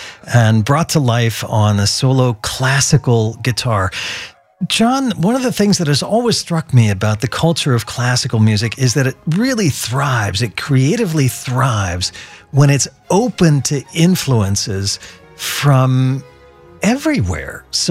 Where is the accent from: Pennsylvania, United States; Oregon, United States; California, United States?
Oregon, United States; Portland; I grew up right here in Portland